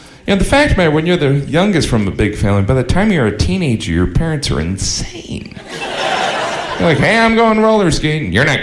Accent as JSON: {"language": "English", "region": "Indiana", "country": "United States", "said": "I am from Indiana, and I know what most of you are thinking. Indiana, Mafia. But where I grew up, there was something very similar to the Mafia, 4-H."}